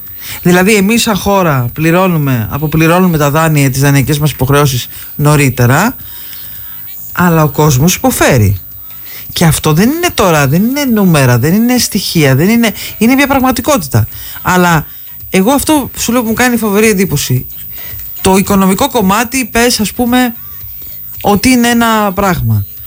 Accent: Greece; Δεν χαίρομαι σαν Ελληνίδα

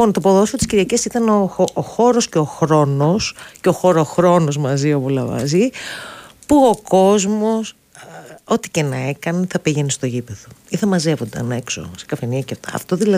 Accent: Piraeus, Attica, Greece; μεγαλώσαμε στον Πειραιά

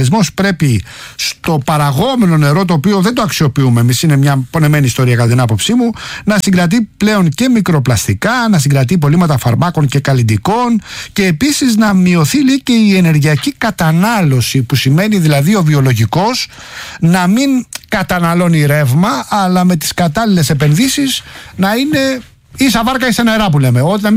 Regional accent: Rafina, Attica, Greece; στην πατρίδα μου, στη Ραφίνα

